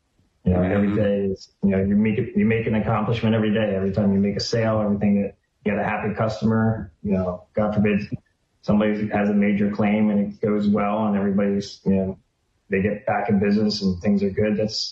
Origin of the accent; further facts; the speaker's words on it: Mount Holly, New Jersey, United States; Originally from Mount Holly, New Jersey. I have one sister, one brother. I'm the youngest child by 11 years.